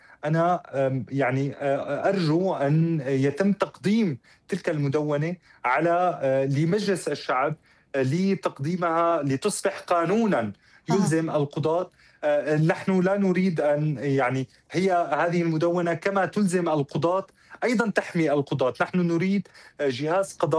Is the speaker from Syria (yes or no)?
yes; Syria; نعانيه كلنا كسوريين وسوريات